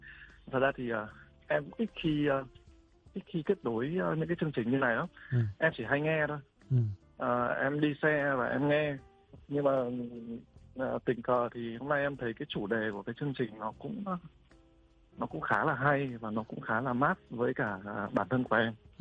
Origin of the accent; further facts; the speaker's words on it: Hanoi, Vietnam; em sinh năm 1991, em đến từ Hà Nội ạ.